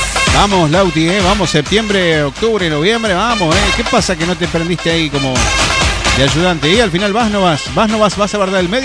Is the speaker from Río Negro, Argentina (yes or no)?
yes; El Bolsón, Río Negro, Argentina; Yo soy del Bolsón, ella es de Bariloche.